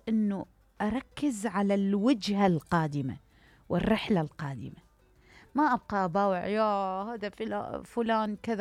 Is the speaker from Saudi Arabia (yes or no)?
no; Iraq; وخبراتنا هواية احنا كعراقيين اعتقد